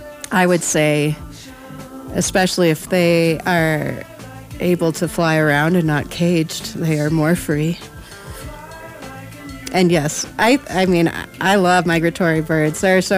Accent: Wisconsin, United States; moved away; growing up in Wisconsin

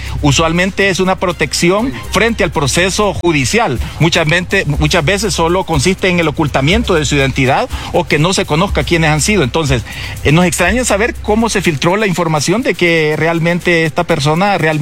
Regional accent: Honduras; nosotros como ciudadanos hondureños

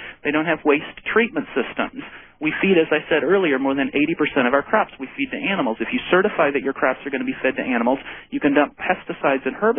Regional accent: Minnesota, United States; I grew up in Minnesota eating fish, and I also grew up fishing for 12 years, land of 10,000 lakes

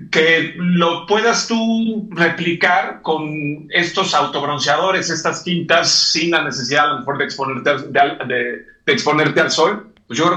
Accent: Cancún, Quintana Roo, Mexico; moved away; yo que crecí en Cancún

